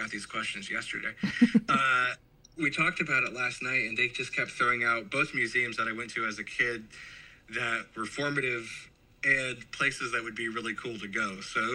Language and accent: English; Baltimore, Maryland, United States; I grew up in Baltimore, Maryland, inner city Baltimore, Maryland in the early 2000s, which was quite the place to be in the early 2000s.